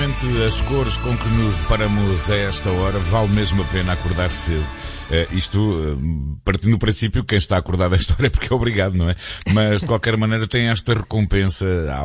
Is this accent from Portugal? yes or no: yes; Cantanhede, Centro, Portugal; now in Santarém, Portugal; Não é a minha terra, é a terra que me adotou. A minha terra é Cantanhedo.